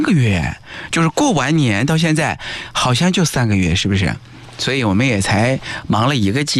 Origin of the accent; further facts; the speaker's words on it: China; 我们中国人